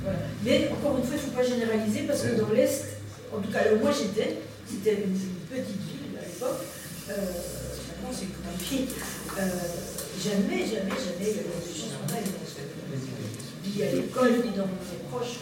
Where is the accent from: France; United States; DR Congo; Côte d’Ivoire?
DR Congo; Katanga; À la même époque, moi j'ai vécu, j'ai passé toute mon enfance à l'Est, au Katanga